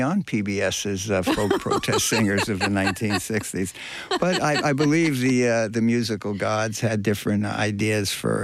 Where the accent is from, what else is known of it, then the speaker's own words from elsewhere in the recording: Brooklyn, New York, United States; And when I was growing up in Brooklyn, I would see the older kids on the corner hitting notes, as it were.